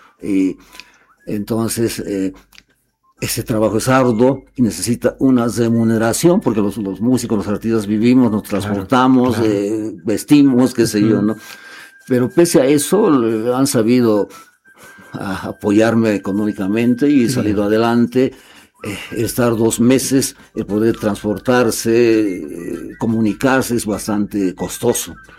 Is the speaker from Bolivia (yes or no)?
yes; Coroico, La Paz, Bolivia; porque me presentaba como coroiqueño boliviano.